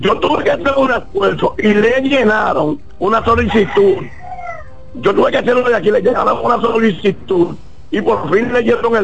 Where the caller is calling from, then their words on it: La Vega, Dominican Republic; Lo llamo desde La Vega.